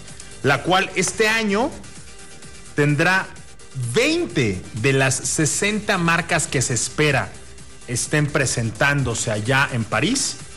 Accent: Cuernavaca, Morelos, Mexico; moved away; como decimos allá en Cuerna

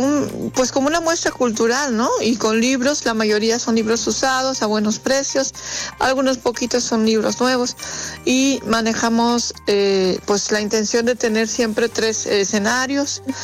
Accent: Culiacán, Sinaloa, Mexico; yo soy de Culiacán

